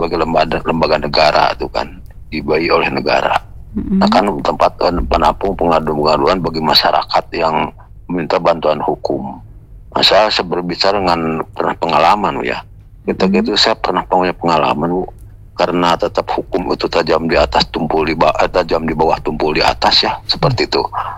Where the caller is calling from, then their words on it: Bandung, West Java, Indonesia; Saya dari Jawa Barat nih ya, begini dari Bandung Timur